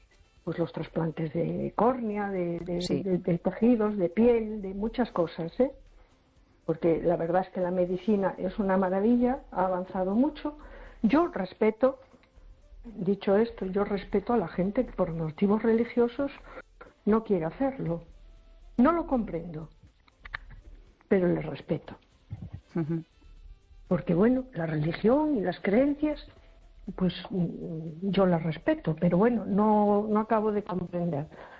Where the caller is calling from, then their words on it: A Coruña, Galicia, Spain; de Coruña.